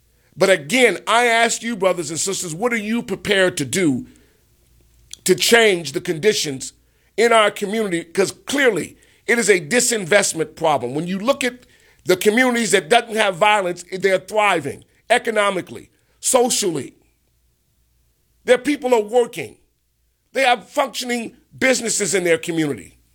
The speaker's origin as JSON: {"language": "English", "town": "Chicago", "region": "Illinois", "country": "United States", "tie": "born or raised there", "said": "I remember growing up in Chicago"}